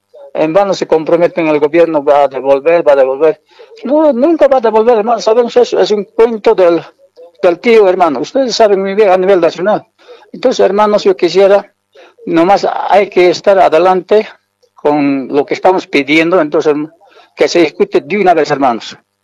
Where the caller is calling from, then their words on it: Challapata, Oruro, Bolivia; Estoy llamando de Chayapata.